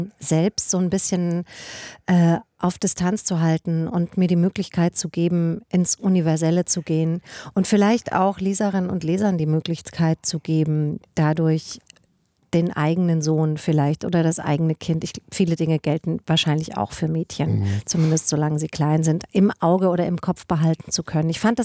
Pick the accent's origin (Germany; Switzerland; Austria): Germany; ich bin im Spessart aufgewachsen und ich bin quasi im Wald aufgewachsen